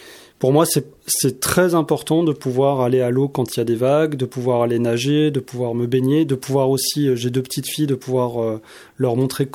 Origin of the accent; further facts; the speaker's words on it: Grand Est, France; moved away; ma mère est bretonne, mais j'ai grandi en Alsace.